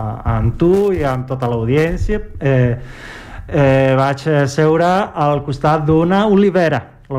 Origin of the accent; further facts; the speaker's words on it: Linares, Andalusia, Spain; moved away as an adult; Jo vaig néixer a Linares, província de Jaén.